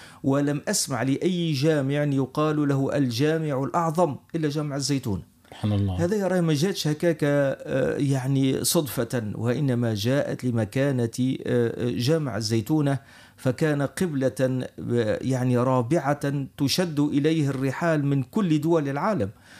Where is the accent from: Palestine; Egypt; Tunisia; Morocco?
Tunisia; احنا تولدنا في البلاد هذه وانشأنا فيها وقرينا فيها وعملنا أصحاب فيها